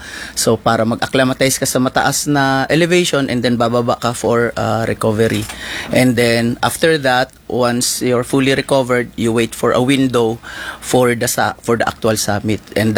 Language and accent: Tagalog; Cotabato City, Bangsamoro, Philippines; moved away as an adult; now in Geneva, Switzerland; So, originally po, ako'y pinanganak at lumaki sa Cotabato City. Pero ang aking mga magulang ay isa pong Ilocano from Santa, Ilocos Sur. At yung aking nanay po ay taga-Daan Bantayan, Cebu.